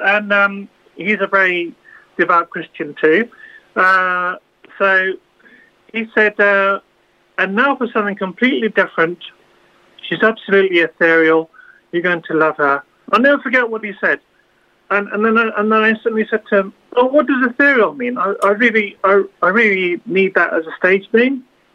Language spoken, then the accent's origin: English; Sweden; No, I'm originally from Sweden.